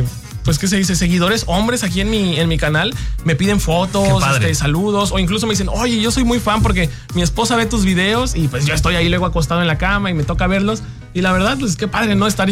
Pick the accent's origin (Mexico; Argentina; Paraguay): Mexico; Xalapa, Veracruz; moved away as an adult; now in Veracruz, Mexico; yo soy de Jalapa, mi esposa es de Coatepec